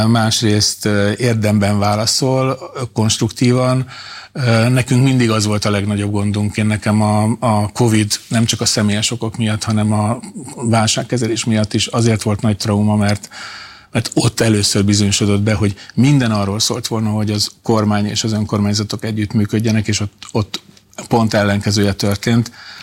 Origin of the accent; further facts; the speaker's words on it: Gyula, Békés, Hungary; de Gyula az én szülővárosom bejelentkezett érte